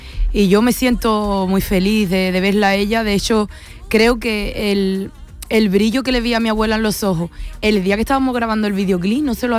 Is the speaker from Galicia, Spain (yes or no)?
no; La Antilla, Andalusia, Spain; also born or lived in Isla Cristina; Yo vengo de Isla Cristina, me he criado en La Antilla y en La Barriada, que es donde se ha hecho el videoclip.